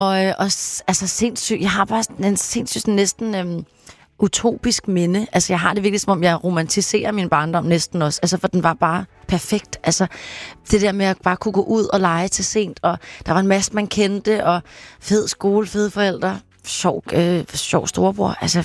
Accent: Nærum, Capital Region of Denmark, Denmark; also born or lived in Copenhagen; Vi flyttede lidt til Nordsjælland i det meste af min barndom faktisk, men jeg blev født i København

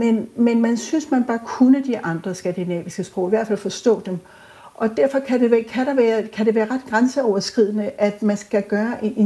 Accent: Albertslund, Capital Region of Denmark, Denmark; jeg voksede op i den del af Danmark, hvor man, hvis man havde en ordentlig antenne, kunne høre svensk. Jeg er fra Albertslund, og der kunne man så... Så mine fætter, de lærte tysk, og jeg lærte svensk.

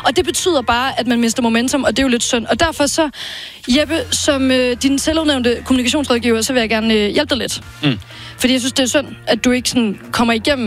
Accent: Jutland, Denmark; accent: Jutlandic; Jo, jeg er selv jyde. Det kan man tydeligt høre.

